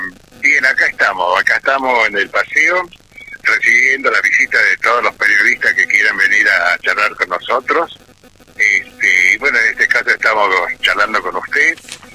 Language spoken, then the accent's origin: Spanish; Campamento Vespucio, Salta, Argentina; nosotros los vespuceños